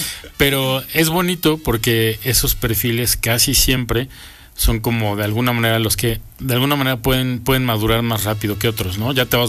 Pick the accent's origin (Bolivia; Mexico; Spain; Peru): Mexico; como mexicanos creo que todos lo sabemos